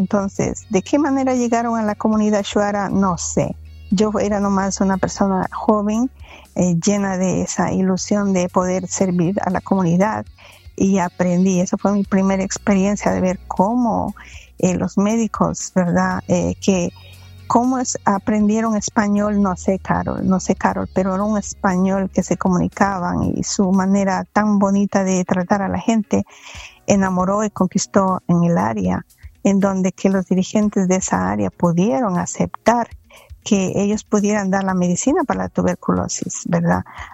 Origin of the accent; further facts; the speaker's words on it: Cuenca, Azuay, Ecuador; Como ecuatoriana, me identifiqué, dije, wow, yo no sabía, ¿verdad? Yo vengo de Cuenca, de una ciudad